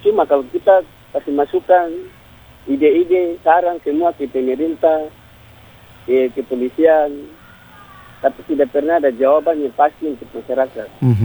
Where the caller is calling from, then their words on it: Sorong, Southwest Papua, Indonesia; Saya juga sebagai warga Kota Sorong, dan kita semua sebagai warga Kota Sorong yang punya Kota Sorong ini